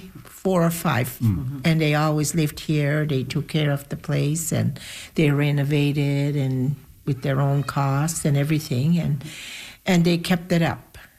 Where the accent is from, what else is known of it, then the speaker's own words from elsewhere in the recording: Elsipogtog, New Brunswick, Canada; I'm an elder from Elsie Booktook. I was born here. I've always lived here. This is my community.